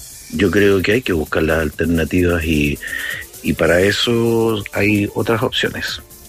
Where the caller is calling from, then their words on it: Santiago, Santiago Metropolitan Region, Chile; de Santiago.